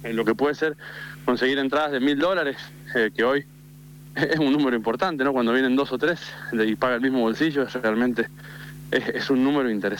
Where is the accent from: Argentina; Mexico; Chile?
Argentina; con tantos problemas que tenemos los argentinos